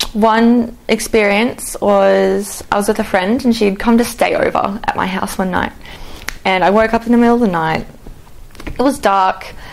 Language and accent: English; Brisbane, Queensland, Australia; I grew up in Brisbane, Australia.